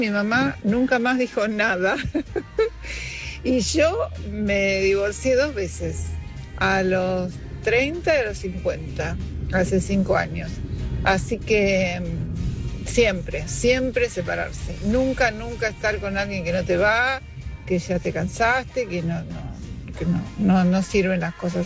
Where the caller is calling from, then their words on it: Devoto, Buenos Aires, Argentina; de Devoto.